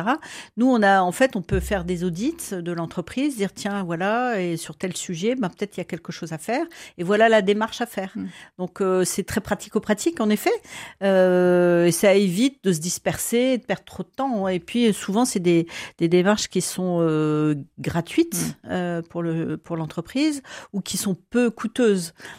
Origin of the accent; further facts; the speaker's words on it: Lille, Hauts-de-France, France; je suis une pure ch'ti, je suis lilloise depuis X générations.